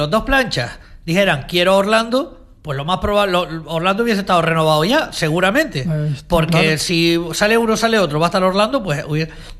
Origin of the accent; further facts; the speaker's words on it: Spain; A ver, no me vayan a decir España porque soy español, y no me vaya a decir Brasil porque me siento brasileño o uruguayo.